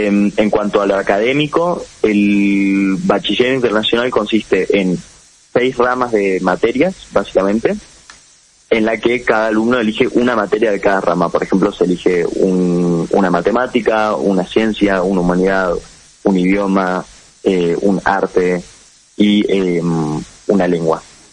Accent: Salta, Argentina; yo soy un estudiante de UWC, de acá de Salta.

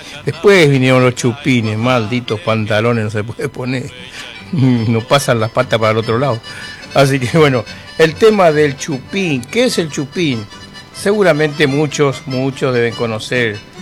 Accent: Argentina; Y así somos los argentinos.

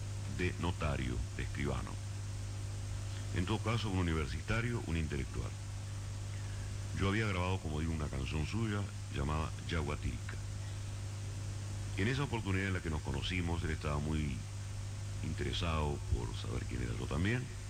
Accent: Uruguay; moved away as an adult; recién regresado, desenvuelto yo a mi tierra, después de 8 años de exilio.

